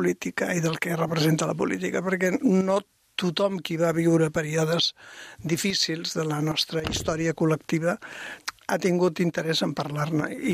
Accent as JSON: {"language": "Catalan", "town": "Mollet del Vallès", "region": "Catalonia", "country": "Spain", "said": "per al Mollet, poble que hi ha dintre de la ciutat actual"}